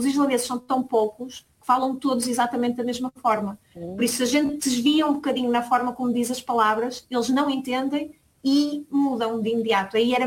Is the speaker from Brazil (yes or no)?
no; Portugal; also born or lived in Iceland; now in Norway